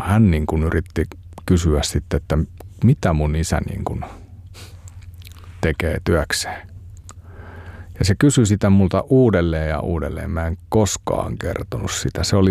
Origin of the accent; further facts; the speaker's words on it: Raahe, North Ostrobothnia, Finland; Mä menin sinne niin kuin uutena ja Raahe on mun kotipaikka siinä mielessä, että vanhemmat asuu siellä edelleenkin.